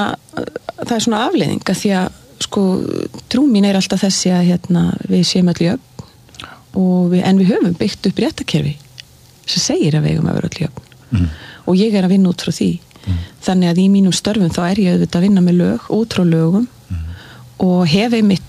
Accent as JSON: {"language": "Icelandic", "town": "Reykjavík", "region": "Capital Region", "country": "Iceland", "tie": "born there", "said": "Ég fædd í Reykjavík, en þegar ég fæðist þá búa foreldrar mínir á Hvammstanga."}